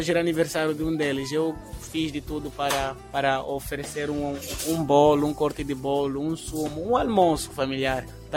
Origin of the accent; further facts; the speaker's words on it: Mozambique; Nós todos somos moçambicanos